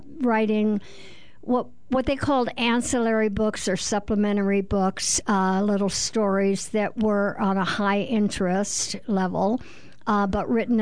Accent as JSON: {"language": "English", "town": "Scottsdale", "region": "Arizona", "country": "United States", "tie": "born or raised there", "said": "I grew up in Scottsdale."}